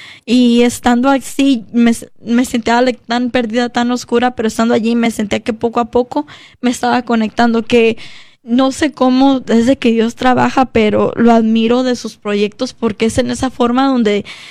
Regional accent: United States; de una presencia con personas que yo crecí aquí en Estados Unidos, en la iglesia, porque ella y yo crecimos como en la escuela

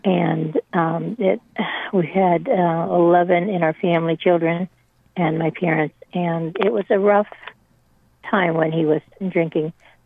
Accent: Pennsylvania, United States; born there; I heard the caller say she was from Pennsylvania. I was born also in Pennsylvania.

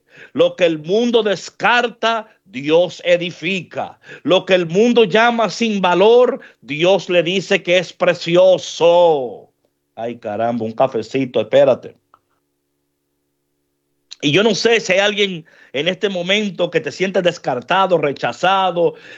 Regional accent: New York, United States; born or raised there

